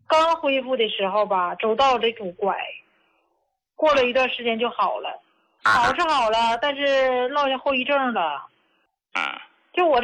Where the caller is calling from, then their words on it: Heilongjiang, China; 我是黑龙江的。我今年66岁